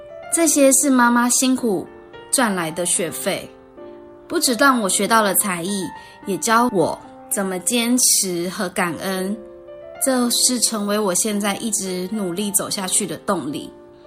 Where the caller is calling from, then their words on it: Miaoli County, Taiwan; 我是来自苗栗的